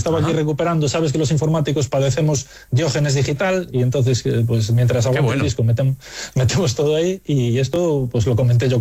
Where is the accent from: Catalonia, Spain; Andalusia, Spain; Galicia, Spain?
Galicia, Spain; A Coruña; De toda la vida del Matadero, que me crié allí encima